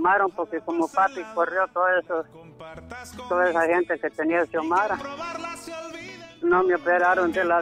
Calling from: El Progreso, Yoro, Honduras; Le hablo de aquí de Guacamaya

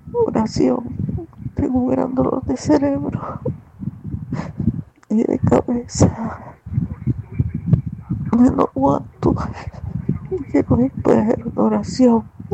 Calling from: Cofradía, Cortés, Honduras; de Cofradía Cortés.

